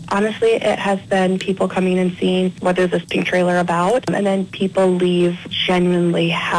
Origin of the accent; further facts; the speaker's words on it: Plattsburg, Missouri, United States; Since I'm from Plattsburgh